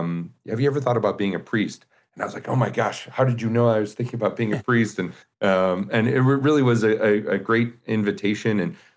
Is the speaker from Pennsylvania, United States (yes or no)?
no; St. Paul, Minnesota, United States; I grew up in St. Paul, Minnesota. I've been a priest for, 19 years now. And I'm a Holy Cross priest.